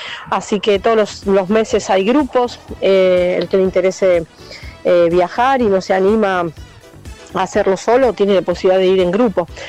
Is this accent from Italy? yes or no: yes; Italy; now in Roque Pérez, Argentina; profe de italiano nativa. Viví, nací en Italia, tengo mis hijos italianos, mi familia. Mi papá calabrés, mis abuelos también, y vivo en Roque Pérez